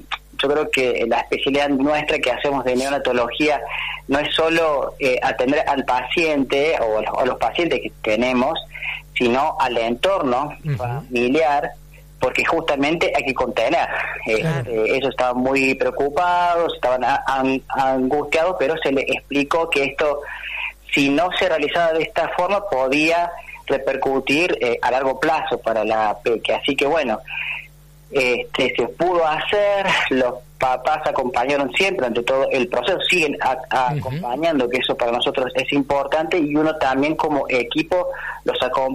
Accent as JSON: {"language": "Spanish", "region": "Córdoba", "country": "Argentina", "accent": "Cordobés", "moved": "yes", "said": "Soy cordobés por mi acento."}